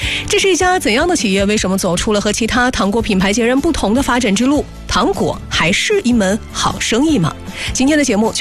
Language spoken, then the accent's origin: Chinese; China; 我们中国人